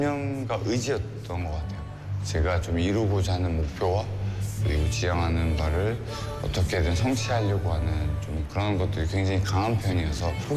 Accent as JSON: {"language": "Korean", "region": "Busan", "country": "South Korea", "tie": "born or raised there", "said": "저는 부산이 제 고향이기도 하고 그리고 늘 저는 한국에 귀국을 한다면 제 고향인 부산에서"}